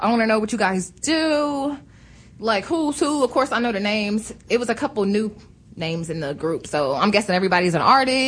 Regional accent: United States; I love being Black American.

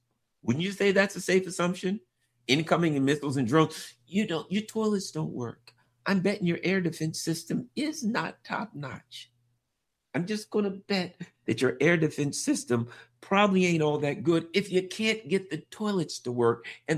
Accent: United States; As an American citizen

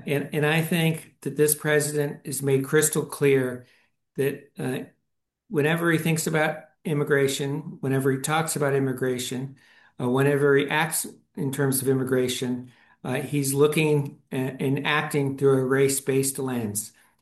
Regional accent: Los Angeles, California, United States; I'm from Los Angeles, and I was in Los Angeles last fall at UCLA.

